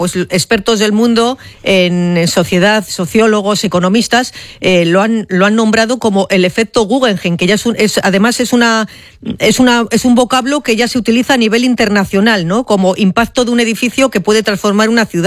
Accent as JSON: {"language": "Spanish", "town": "Bilbao", "region": "Basque Country", "country": "Spain", "said": "somos de Bilbao"}